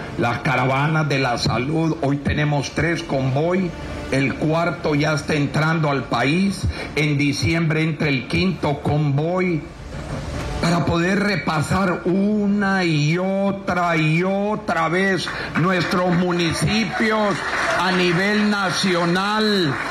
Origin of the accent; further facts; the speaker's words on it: Honduras; Aquí todos somos hondureños